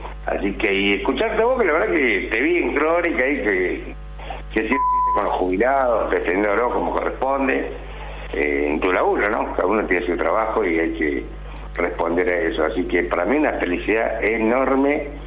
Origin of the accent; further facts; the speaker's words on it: Chaco, Argentina; accent: porteño; No, y por más que vos le viste, saqué el documento, mirá, la locución es cerca en Fontana, es loco, frente a Resistencia, ¿viste? Resistencia de la ciudad capital